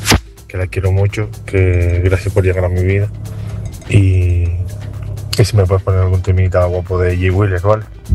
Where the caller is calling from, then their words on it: Tenerife, Canary Islands, Spain; Vengo de Tenerife.